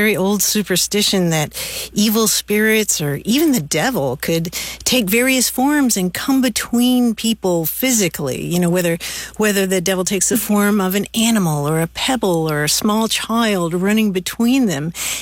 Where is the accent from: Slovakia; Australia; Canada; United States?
United States; Kentucky; I'm from Kentucky myself.